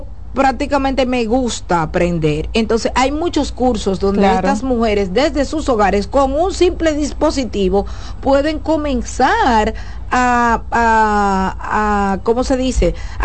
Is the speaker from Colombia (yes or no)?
no; Dominican Republic